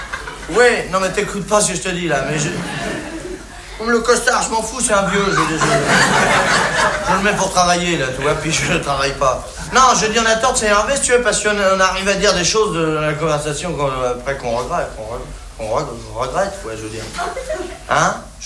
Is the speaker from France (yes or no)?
yes; France